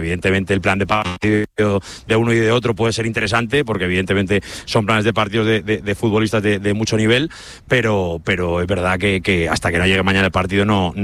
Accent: Valencia, Valencian Community, Spain; yo vengo de Valencia, pero yo te cuento mi lectura

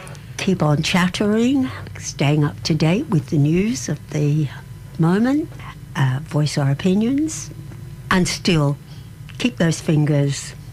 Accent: Neutral Bay, New South Wales, Australia; I come from Neutral Bay.

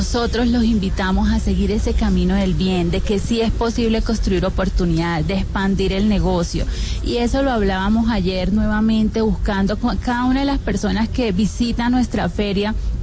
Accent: Ocaña, Norte de Santander, Colombia; Bueno, les quiero contar de mi tierra, de Ocañ

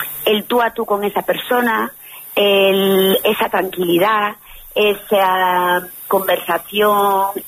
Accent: Almendralejo, Extremadura, Spain; moved away as an adult; also born or lived in Madrid; me gustaba la idea de volver a mi tierra, la calidad de vida

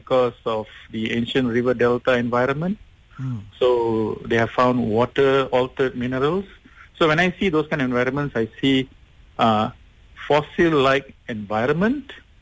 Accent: Malaysia; As a Malaysian, I see the red soils of Pahang.

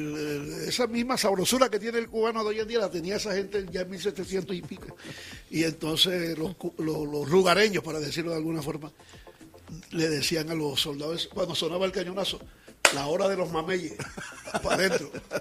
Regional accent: Barranquilla, Atlántico, Colombia; born there; also born or lived in Campo de la Cruz, Colombia; como yo no pude terminar la primaria aquí en Barranquilla, sino en Campo de la Cruz

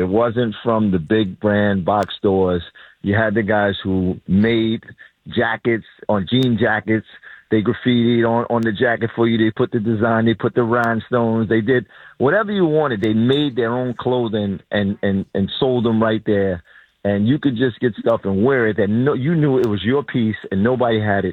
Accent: New York, United States; What I miss is I grew up in Harlem, 125th Street.

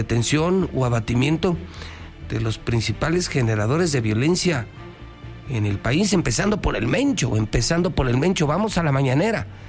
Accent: Mexico; pero a mí sí, porque soy mexicano.

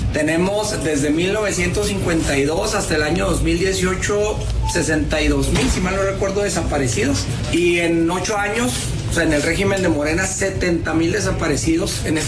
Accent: Mexico; tenemos que, como mexicanos, trabajar juntos.

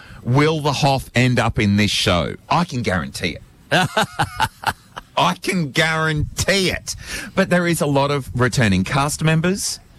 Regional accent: Queensland, Australia; I'm from Queensland, dude. I don't need to see whatever version of a beach you may have.

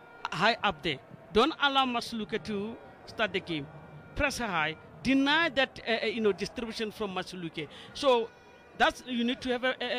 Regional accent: Pretoria, Gauteng, South Africa; I come from Pretoria.

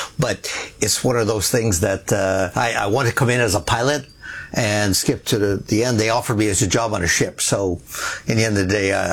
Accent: Montreal, Quebec, Canada; born there; also born or lived in Sherbrooke; Actually, I was born right here in Montreal, at Verdun, actually. But we only lived here a couple years at the time. My father was a manager at Sun Life, so we kind of moved around. We moved to Sherbrooke

